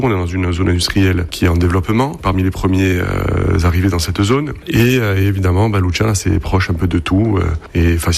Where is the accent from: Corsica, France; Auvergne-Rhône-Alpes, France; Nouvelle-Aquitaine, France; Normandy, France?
Corsica, France; Biguglia; Moi, je suis de Bigoulia, donc j'ai grandi à Bigoulia, on a créé l'entreprise à Bigoulia.